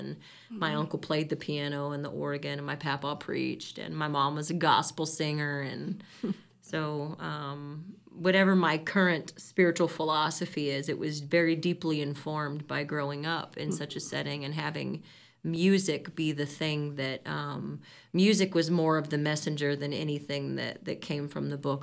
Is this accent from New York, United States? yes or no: no; Indiana, United States; So I'm from Southern Indiana, and then I lived right across the bridge from Louisville, Kentucky.